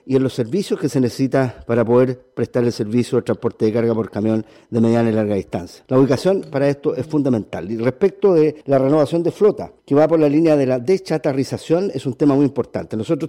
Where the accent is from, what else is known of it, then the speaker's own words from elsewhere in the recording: Chile; Algunas de las cosas que nosotros como camioneros chilenos esperamos